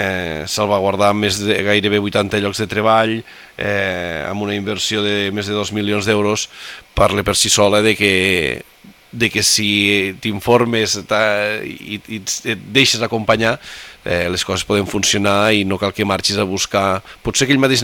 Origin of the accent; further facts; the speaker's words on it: Corbins, Catalonia, Spain; Jo quan dic amb jornades d'alcaldies que sóc de Corbins